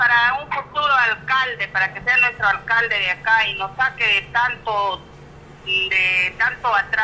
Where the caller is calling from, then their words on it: Túcume, Lambayeque, Peru; Del cercado de acá de Tucumán.